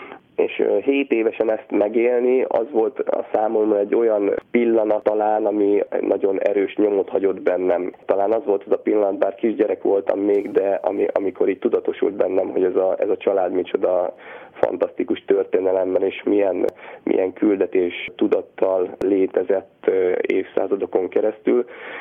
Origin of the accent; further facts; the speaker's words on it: Zánka, Veszprém County, Hungary; valóban én Zánkán nőttem föl, édesapám is ott dolgozott, valamint édesanyám még is Zánkán éltek. Én az egész gyerekkoromat a Balaton parton, a Balaton felvidéken töltöttem.